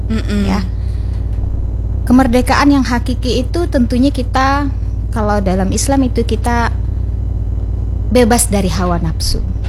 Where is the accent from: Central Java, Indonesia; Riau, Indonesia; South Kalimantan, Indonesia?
South Kalimantan, Indonesia; Kelua; Saya asalnya dari Kalua.